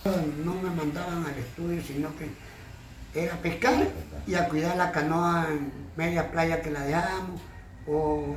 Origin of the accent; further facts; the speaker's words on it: Manta, Manabí, Ecuador; Nací aquí mismo, aquí donde estoy